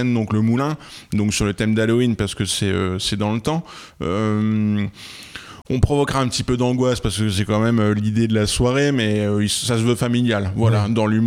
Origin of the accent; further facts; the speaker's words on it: Brittany, France; moved away; Moi, j'ai grandi avec ça en Bretagne. Alors, j'ai pas la chance d'être né dans le Gers, mais j'ai grandi avec ça en Bretagne.